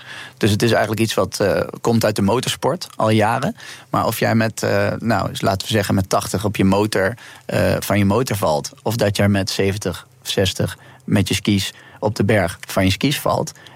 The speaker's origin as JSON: {"language": "Dutch", "country": "Netherlands"}